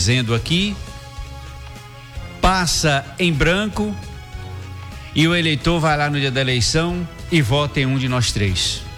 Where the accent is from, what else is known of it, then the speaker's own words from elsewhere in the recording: Bahia, Brazil; bestas somos nós do interior da Bahia